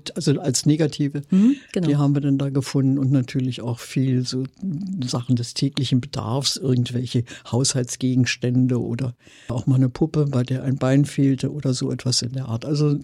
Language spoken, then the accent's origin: German; Berlin, Germany; In Berlin. Ich bin Berliner, mit Spreewasser getauft.